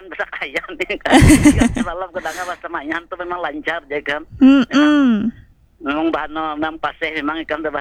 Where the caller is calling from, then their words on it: Sampit, Central Kalimantan, Indonesia; first language Sampit; Aku orang Sampit, Bang. Aku orang Sampit kan.